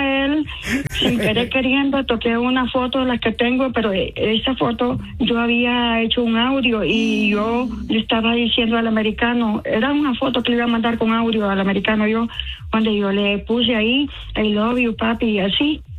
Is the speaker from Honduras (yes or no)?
yes; Honduras; Soy hondureña, pero soy mujer de un solo hombre